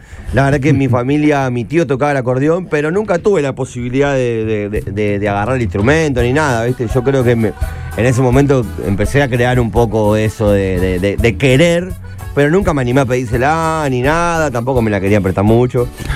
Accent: Buenos Aires, Argentina; siempre me cargan que soy más santafesino que de Buenos Aires

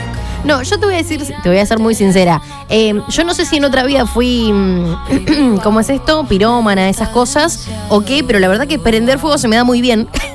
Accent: Fighiera, Santa Fe, Argentina; nosotros somos de Figuera

